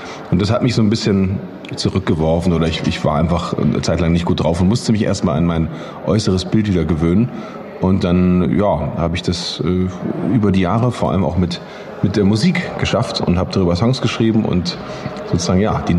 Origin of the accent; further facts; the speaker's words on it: Nuremberg, Bavaria, Germany; Ferdinand Schwarz ist ein junger Keyboarder, der ist aus Nürnberg, aus meiner Heimat auch